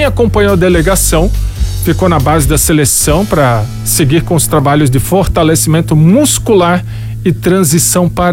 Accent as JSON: {"language": "Portuguese", "country": "Brazil", "said": "a gente é brasileiro"}